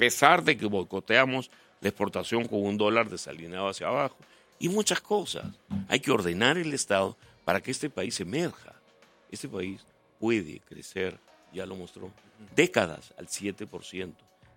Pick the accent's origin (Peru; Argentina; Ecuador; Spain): Peru; Somos los peruanos que nos dejamos.